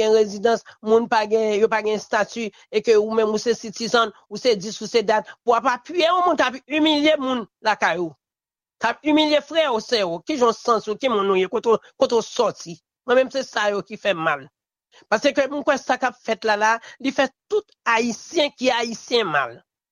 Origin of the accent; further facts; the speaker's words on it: Haiti; Parce que moi-même, je me sens frustré en tant que haïtien.